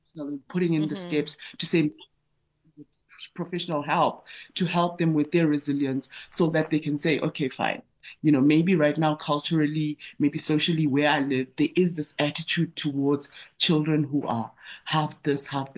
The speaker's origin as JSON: {"language": "English", "region": "Eastern Cape", "country": "South Africa", "tie": "born or raised there", "also_born_or_lived": "North West", "said": "You know, I grew up in Eastern Cape, and then I then moved into your Northwest areas in terms of just as a young person."}